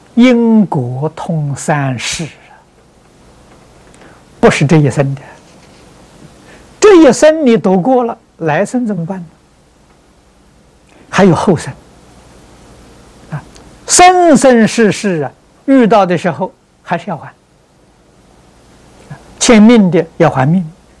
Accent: China

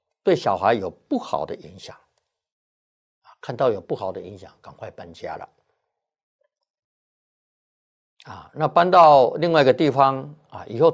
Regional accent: China

